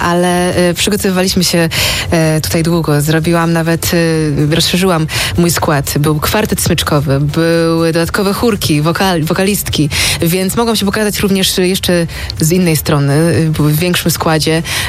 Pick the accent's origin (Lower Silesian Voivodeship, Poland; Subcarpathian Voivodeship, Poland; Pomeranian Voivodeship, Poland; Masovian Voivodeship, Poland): Pomeranian Voivodeship, Poland; Gdańsk; mam rodziców w Gdańsku, dom rodziny w Gdańsku, więc tak, jako gdańszczanka